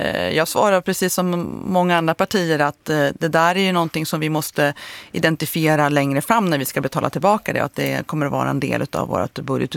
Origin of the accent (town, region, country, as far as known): Jämtland County, Sweden; born or raised there